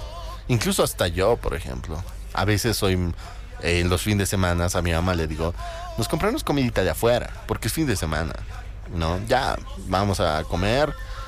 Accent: La Paz, Bolivia; Yo no, soy boliviano y paseño.

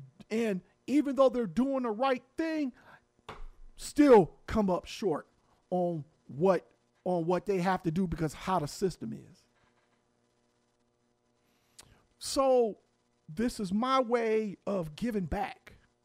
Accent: Cleveland, Ohio, United States; But he's from Toledo in Ohio. Mm-hmm. I'm from Cleveland.

